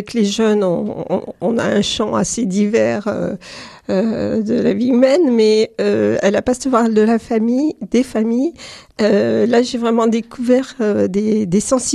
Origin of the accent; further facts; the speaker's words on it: Modane, Auvergne-Rhône-Alpes, France; born there; moved away; also born or lived in Grenoble; Je suis née à Modane, donc en Maurienne. Donc savoyard de cœur, de racine, voilà. Et en Savoie, je suis là depuis une dizaine d'années. J'ai continué à travailler sur Grenoble en étant en Savoie. Et maintenant, je suis à la retraite